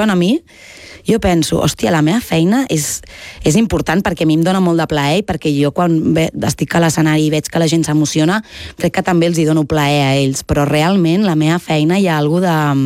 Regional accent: Barcelona, Catalonia, Spain; jo he viscut al meu barri fins als 27 anys.

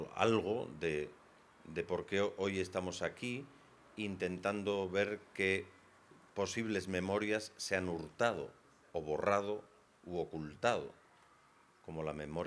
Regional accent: Spain; Yo me considero un orgulloso español, pero para alguna gente no lo soy.

